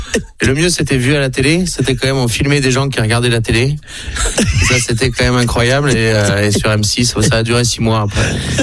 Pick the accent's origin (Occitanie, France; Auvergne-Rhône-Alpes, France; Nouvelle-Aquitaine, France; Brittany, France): Occitanie, France; Fronton; moi, j'ai grandi à Fronton et Léa, elle a grandi à Boulogne. Donc c'est pas très très loin, on était au lycée ensemble et on a voulu retourner sur nos terres